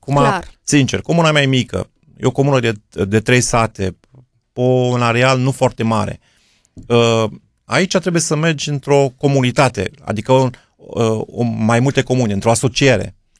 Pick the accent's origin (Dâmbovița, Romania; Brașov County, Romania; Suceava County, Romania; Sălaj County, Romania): Sălaj County, Romania; Rus; Zona noastră de Valea Someșului e destul de bine dezvoltată.